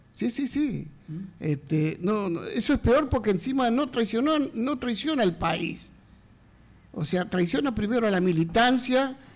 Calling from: Corrientes, Argentina

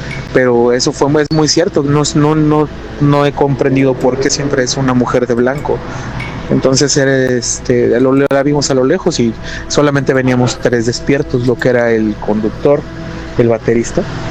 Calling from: Chilpancingo, Guerrero, Mexico; aquí de Chilpancingo, Guerrero, de donde les mando el audio.

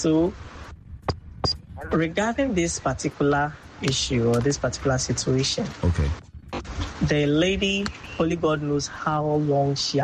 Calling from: Tema, Greater Accra, Ghana; from Tema Community 5.

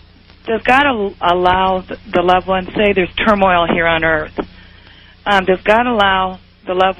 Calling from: Cedar Rapids, Iowa, United States; Cedar Rapids, Iowa.

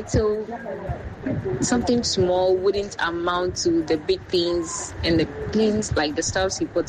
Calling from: Achimota, Greater Accra, Ghana; I'm speaking from Achimota.

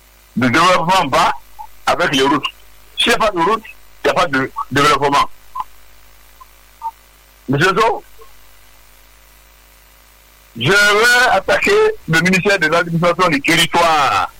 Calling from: Guéckédou, Nzérékoré Region, Guinea; Je suis de Guéguerou

